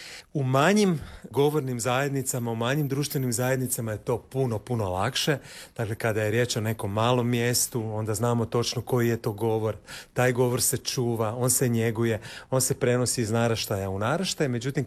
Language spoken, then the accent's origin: Croatian; Zagreb, City of Zagreb, Croatia; Ja sam iz najljepšeg dela Zagreba. Moja ulica je Ivana Gorana Kovačića, to je Rokov Perivoj i Gorana Kovačića. Tamo sam odrastao, igrao se na Rokovu Perivoju, na Cmroku.